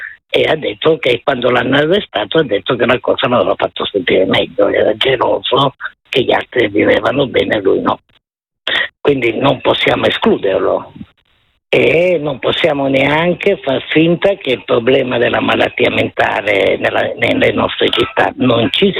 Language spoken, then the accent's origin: Italian; Milan, Lombardy, Italy; perché se no io sono una milanese di prima, una siciliana di prima generazione a Milano.